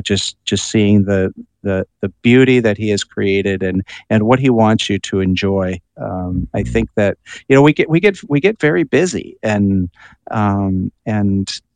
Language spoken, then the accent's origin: English; Midwest, United States; I'm from the Midwest.